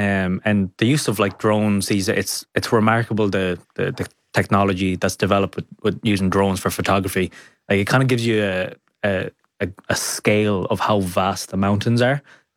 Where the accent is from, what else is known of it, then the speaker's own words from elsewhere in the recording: Ireland; Like, we're Irish, we don't like change